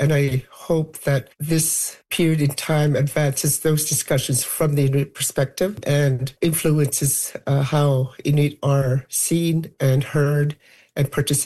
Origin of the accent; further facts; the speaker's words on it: Iqaluit, Nunavut, Canada; I'm from Iqaluit.